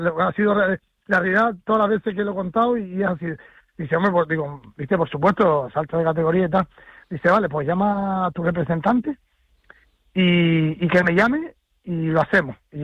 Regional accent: Canary Islands, Spain; Son como, pues, como nosotros, ¿no? Los andaluces siempre he dicho que son como los canarios

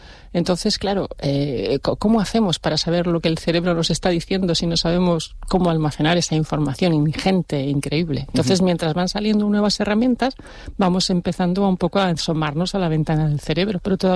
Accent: Spain; moved away as an adult; also born or lived in Quebec, Canada; Pero yo, siendo española

